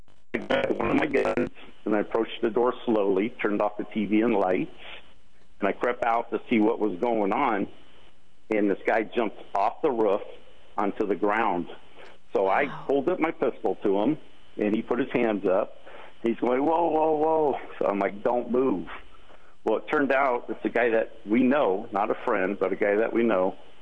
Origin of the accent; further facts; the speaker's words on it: Salinas, California, United States; I'm 66 years old. I'm born and raised in Salinas, so I've seen Salinas change.